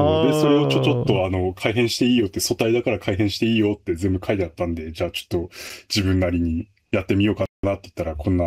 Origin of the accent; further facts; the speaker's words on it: Aomori, Japan; 自分の出身県青森県だし。